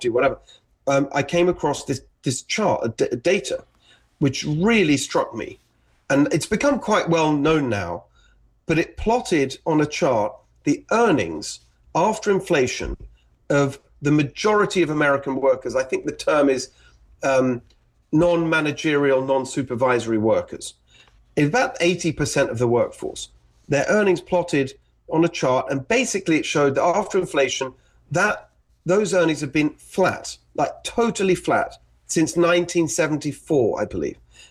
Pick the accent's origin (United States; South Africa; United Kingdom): United Kingdom; England; born there; And when I was a kid, I was born in England. My parents are Hungarian.